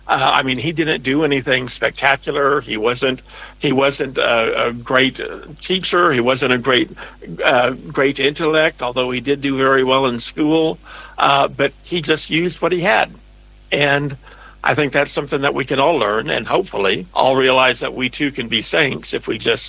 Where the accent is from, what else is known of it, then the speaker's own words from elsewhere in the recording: Wichita, Kansas, United States; Growing up in Wichita, my older brothers all went to Chaplain Capon Memorial High School